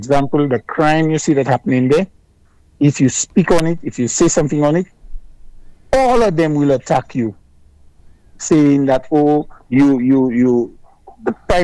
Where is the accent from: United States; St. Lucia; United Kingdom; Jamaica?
St. Lucia; I grew up in Marshall